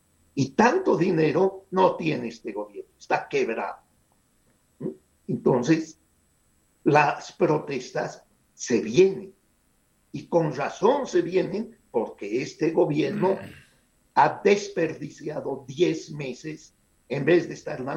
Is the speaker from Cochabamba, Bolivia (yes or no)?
no; Sucre, Chuquisaca, Bolivia; Yo soy de Sucre, con mi familia es de Sucre.